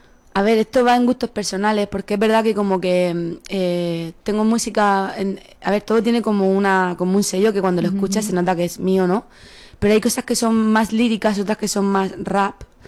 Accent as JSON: {"language": "Spanish", "region": "Valencian Community", "country": "Spain", "said": "La Vega Baja es un sitio entrañable y la verdad que me encanta de donde soy."}